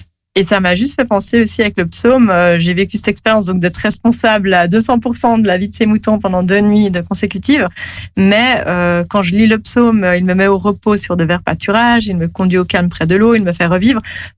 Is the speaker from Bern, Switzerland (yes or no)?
no; Geneva, Switzerland